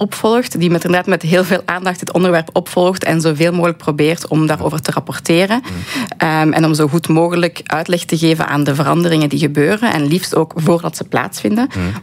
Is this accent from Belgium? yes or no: yes; Belgium; moved away as an adult; also born or lived in Dublin; now in Washington, United States; Inderdaad, ik ben 3 weken in België.